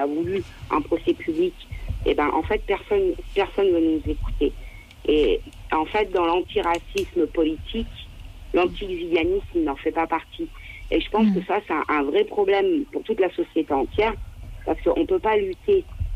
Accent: France; en tant que voyageur, et pourtant qu'on est français

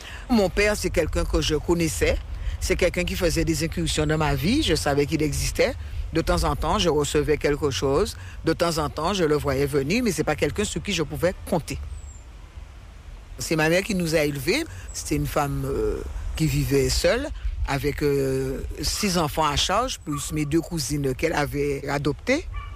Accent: Marie-Galante, Guadeloupe; J'aime bien dire que je suis de Marie-Galante parce que c'est Marie-Galante qui m'a appris à affronter la vie sans en avoir peur. Marie-Galante, c'est un îlot. Et là où j'ai été élevée, dans une cour

